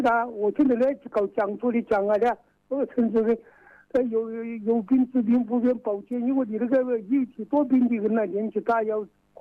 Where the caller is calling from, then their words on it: Gong'an, Hubei, China; 我是湖北公安县的闸口镇的。